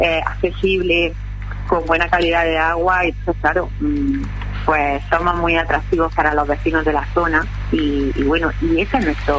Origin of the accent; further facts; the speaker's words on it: Andalusia, Spain; el pabellón bien alto, como buenos andaluces que somos.